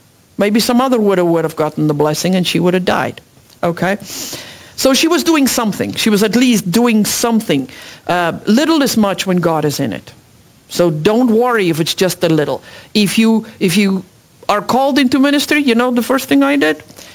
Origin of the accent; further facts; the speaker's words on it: South Africa; English is a second language; moved away as an adult; because I'm an immigrant from South Africa, and when my kids were little, it was very lonely. I couldn't speak English that well